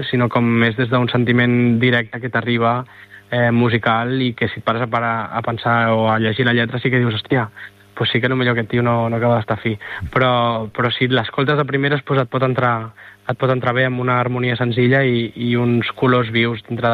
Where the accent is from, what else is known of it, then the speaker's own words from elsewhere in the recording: Badalona, Catalonia, Spain; Jo soc de Badalona i em fa molta il·lusió tocar a casa